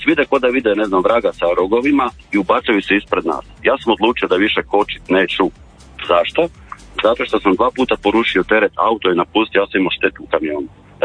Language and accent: Croatian; Rijeka, Primorje-Gorski Kotar County, Croatia; iz Rijeke sam, vozim u Zagreb za zagrebačku tvrtku